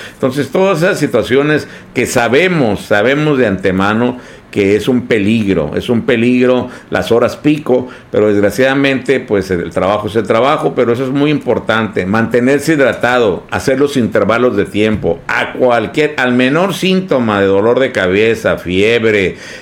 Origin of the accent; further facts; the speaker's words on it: Mexicali, Baja California, Mexico; sabemos que somos de Mexicali